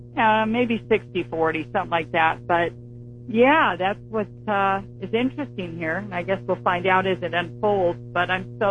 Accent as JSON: {"language": "English", "region": "California", "country": "United States", "said": "California, my home state."}